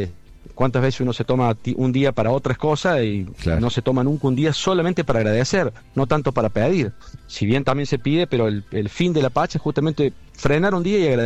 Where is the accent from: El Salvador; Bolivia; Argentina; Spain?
Argentina; Córdoba; No, yo soy de Córdoba.